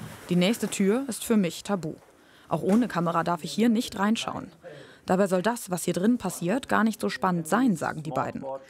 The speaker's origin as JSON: {"language": "German", "town": "Auenhausen", "country": "Germany", "tie": "born or raised there", "said": "Hier bin ich groß geworden. Auenhausen, mein Heimatdorf. Viel los ist hier nicht."}